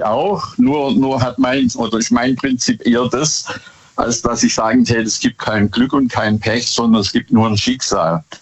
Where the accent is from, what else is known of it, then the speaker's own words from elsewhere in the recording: Bad Boll, Baden-Württemberg, Germany; ich komme aus Bad Boll.